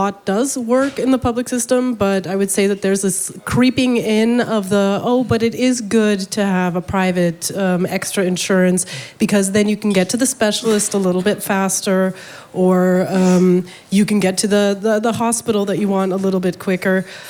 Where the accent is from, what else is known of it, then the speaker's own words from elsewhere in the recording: Canada; speaking as a Canadian